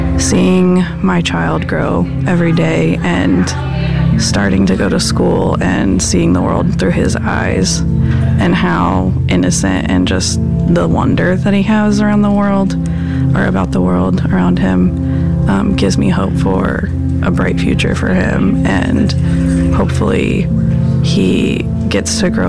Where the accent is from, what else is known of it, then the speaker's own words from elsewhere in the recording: Indianapolis, Indiana, United States; I'm from Indianapolis, born and raised in Indianapolis.